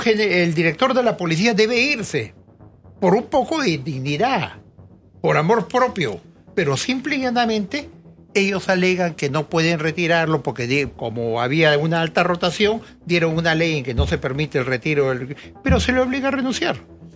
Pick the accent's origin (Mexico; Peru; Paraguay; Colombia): Peru; ¿Somos peruanos o no somos peruanos?